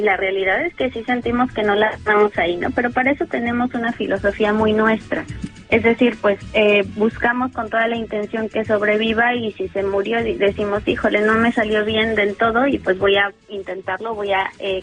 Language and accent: Spanish; Mexico; ¿Cómo nos relacionamos los mexicanos con las plantas?